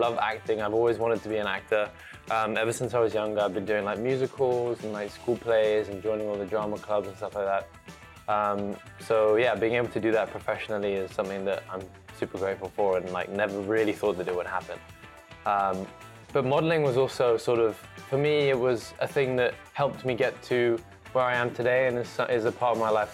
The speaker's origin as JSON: {"language": "English", "area": "Surrey", "region": "South East England", "country": "United Kingdom", "tie": "born or raised there", "also_born_or_lived": "Dublin, Ireland / Hong Kong", "moved": "yes", "lives_now": "Thailand", "said": "And then we moved straight to the UK. I grew up in Surrey, and then moved to Hong Kong, and then moved to Thailand for work."}